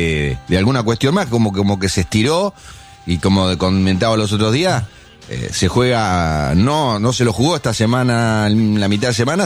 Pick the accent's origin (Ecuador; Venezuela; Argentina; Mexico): Argentina; Ahora, che, como argentino se armaba una discusión.